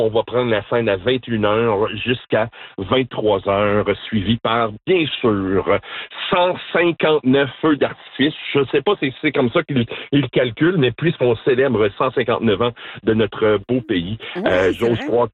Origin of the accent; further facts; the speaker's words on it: Sudbury, Ontario, Canada; Moi aussi, dans ma jeunesse, puisque j'ai été élevé à Sudbury, quand on visitait la famille de ma mère à Hearst